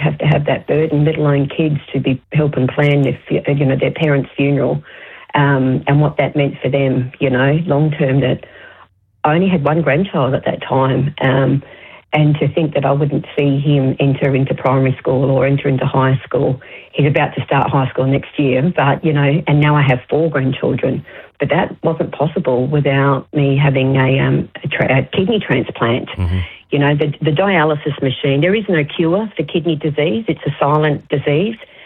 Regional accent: South Australia, Australia; moved away as an adult; I was living in Western Australia then. All my kids had been born in WA, but I'm from South Australia

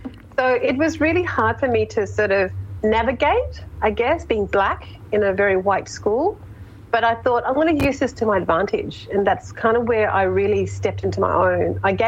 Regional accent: Wyndham, Western Australia, Australia; I'll go right back to being a kid in Wyndham, because a lot of people may not know that I grew up in Wyndham and the East Kimberley, but family know me.

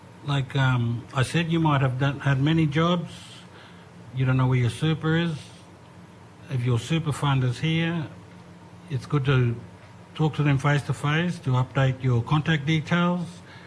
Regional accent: Cairns, Queensland, Australia; because I'm from Gimoy, Cairns, far north Queensland, on the other side of the country

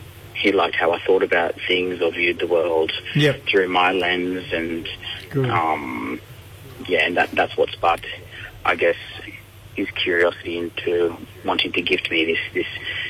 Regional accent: Culburra Beach, New South Wales, Australia; also born or lived in Dubbo; now in Sydney, Australia; I am a proud Radjuriga Millerai man from central New South Wales.

